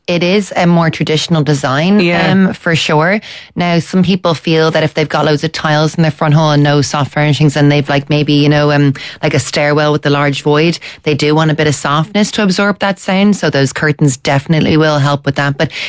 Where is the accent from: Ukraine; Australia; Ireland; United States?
Ireland; County Wicklow; I'm from Wicklow